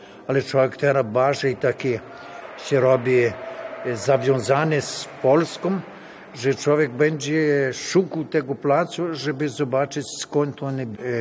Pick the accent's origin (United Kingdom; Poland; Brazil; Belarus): Brazil; Ja urodziłem się, maluśki byłem w domu, to ojce tylko po polsku gadali i ja nauczyłem się po polsku. Jak poszłem do szkoły, to ja nic nie umiałem po brazylijsku.